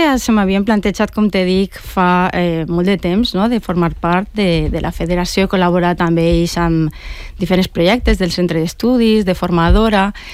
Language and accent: Catalan; Turís, Valencian Community, Spain; A la Societat Musical Turisense de Turís, jo soc de Turís